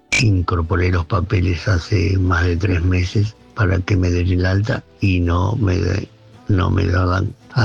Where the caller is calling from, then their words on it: Pergamino, Buenos Aires Province, Argentina; de Pergamino.